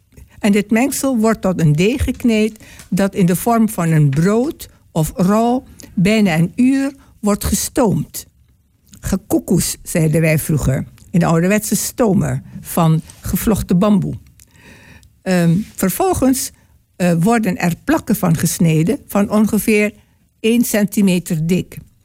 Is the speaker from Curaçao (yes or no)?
no; Indonesia; moved away; En vroeger, toen ik klein was in Indonesië, dan stonden wij altijd bij de kokkie om haar heen.